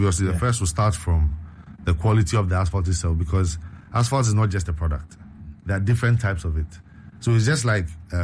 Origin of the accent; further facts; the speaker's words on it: Ghana; I'm also Ghanaian, so I'll say it's here.